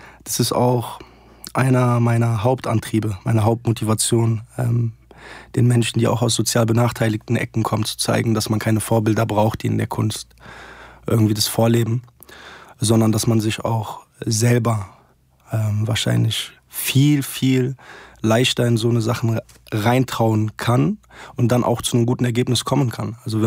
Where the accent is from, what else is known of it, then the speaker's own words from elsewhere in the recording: Settat, Casablanca-Settat, Morocco; moved away; Ich fühle mich mit beiden Ländern sehr, sehr verbunden und bin in Marokko geboren, in Settat. Das ist 40 Kilometer von Casablanca, das sagt wahrscheinlich den anderen eher was. Casablanca.